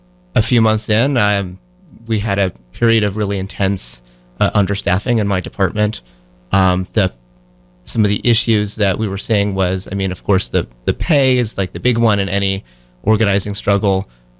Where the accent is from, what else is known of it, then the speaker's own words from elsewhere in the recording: Burlington, Vermont, United States; I was born in Burlington, grew up in Chittenden County, stayed here my whole life.